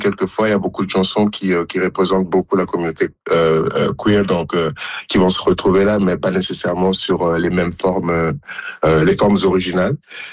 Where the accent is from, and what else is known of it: DR Congo; born or raised there; now in Montreal, Canada